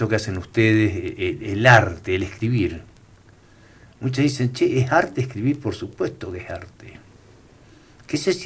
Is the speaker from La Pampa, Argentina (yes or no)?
no; Pico Truncado, Santa Cruz, Argentina; moved away as an adult; also born or lived in Entre Ríos / Buenos Aires / Catamarca / Salta; yo soy de Pico Truncado, estuve trabajando en Entre Ríos, en Buenos Aires, en Catamarca, en Salta. ¿Y dónde termino mis últimos años? De vuelta a mi tierra.